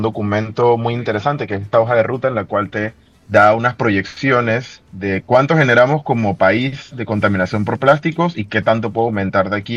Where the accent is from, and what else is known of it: Panama